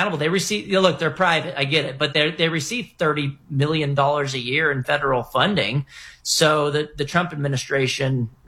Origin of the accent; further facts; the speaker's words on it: Texas, United States; my home state of Texas